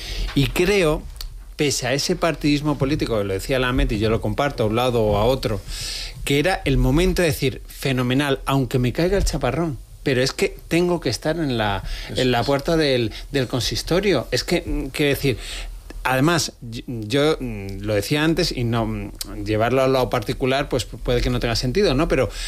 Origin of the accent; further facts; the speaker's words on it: Málaga, Andalusia, Spain; Málaga, yo soy malagueño, ¿no?